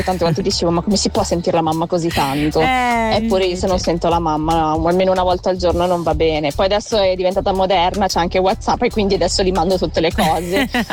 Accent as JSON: {"language": "Italian", "country": "Colombia", "said": "Io sono adottata, vengo dalla Colombia, a parlare anche dialetto, perché grande."}